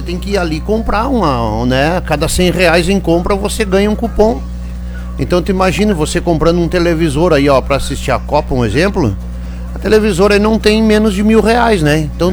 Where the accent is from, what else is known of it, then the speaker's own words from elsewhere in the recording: Brazil; eu sou brasileiro mesmo